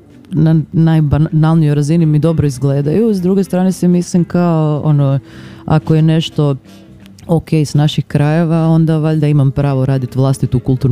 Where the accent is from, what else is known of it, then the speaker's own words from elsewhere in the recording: Zagreb, City of Zagreb, Croatia; ja sam odrasla u Zagrebu